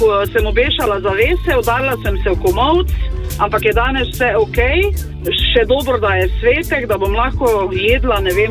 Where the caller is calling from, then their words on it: Styria, Slovenia; Ja sem Štajerka